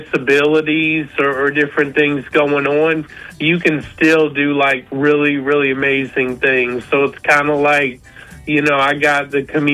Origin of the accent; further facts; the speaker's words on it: Appalachia, United States; born or raised there; moved away